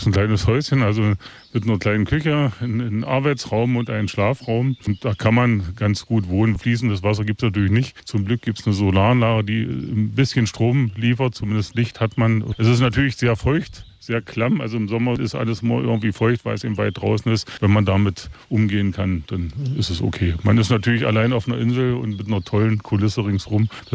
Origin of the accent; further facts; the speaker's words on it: Saxony-Anhalt, Germany; ich komme aus Sachsen-Anhalt